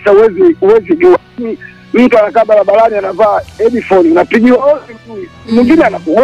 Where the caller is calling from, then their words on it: Rufiji, Pwani, Tanzania; naongea nipo Rufiji hapa Moro.